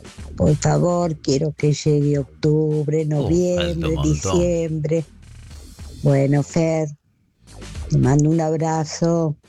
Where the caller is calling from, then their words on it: Villa Gesell, Buenos Aires Province, Argentina; de Villa Gesell.